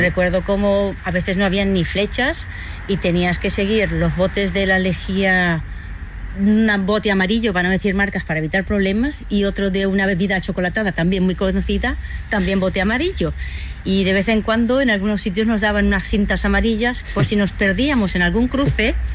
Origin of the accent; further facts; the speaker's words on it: Bilbao, Basque Country, Spain; moved away; also born or lived in Caracas, Venezuela; yo soy de Bilbao, Camino de Santiago del Norte, Catedral de Santiago la otra. Luego, pues viví en Venezuela 27 años, Caracas, que realmente es Santiago de León de Caracas, como se llama la capital.